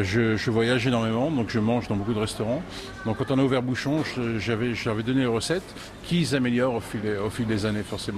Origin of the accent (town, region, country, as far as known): France; now in South Africa